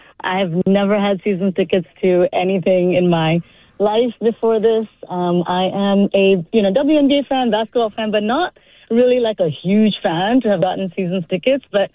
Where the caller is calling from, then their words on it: San Francisco, California, United States; All right. I'm coming from San Francisco.